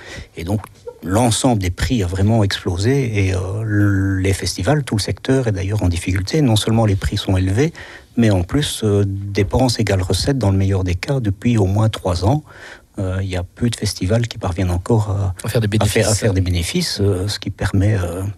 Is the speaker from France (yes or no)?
no; Belgium; je suis né là où on a créé le festival. C'est aussi l'endroit où mon papa et mon grand-père sont venus travailler dans les charbonnages.